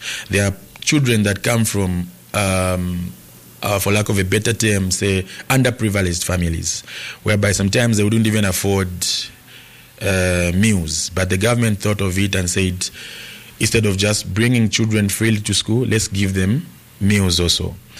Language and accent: English; Lusaka, Lusaka Province, Zambia; I come from Roma constituents.